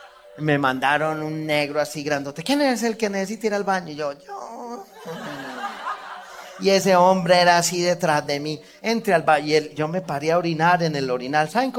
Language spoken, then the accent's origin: Spanish; Colombia; yo vengo de Colombia, los colombianos estamos locos, los carismáticos estamos...